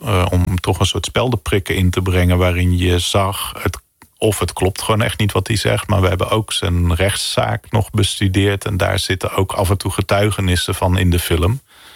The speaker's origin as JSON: {"language": "Dutch", "region": "North Brabant", "country": "Netherlands", "said": "ik kom ook uit Brabant en daar, en in de traditie van de kunst is er ook wat meer."}